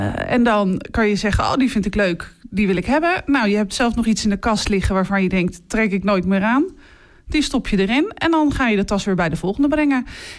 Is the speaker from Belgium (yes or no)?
no; Gouda, South Holland, Netherlands; moved away as an adult; now in Katwijk, Netherlands; ik kom uit Gouda.